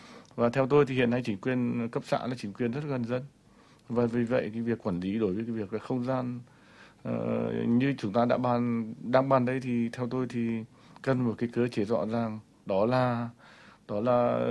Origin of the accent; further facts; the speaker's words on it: Vinh, Nghệ An, Vietnam; Tôi là người dân thành phố Vinh, cũng là một cái người rất là nghiện các cái món hải sản Cửa Lò.